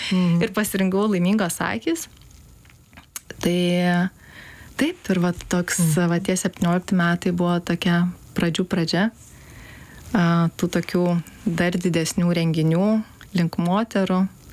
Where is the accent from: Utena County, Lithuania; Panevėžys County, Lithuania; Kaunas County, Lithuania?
Panevėžys County, Lithuania; Panevėžys; Taip, aš iš Panevėžio.